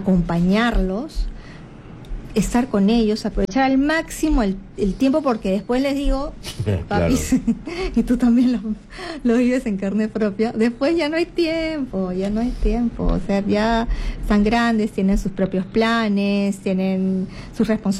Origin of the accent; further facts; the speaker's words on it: Lima, Peru; Recuerdo cuando era niña, yo vivía en Breña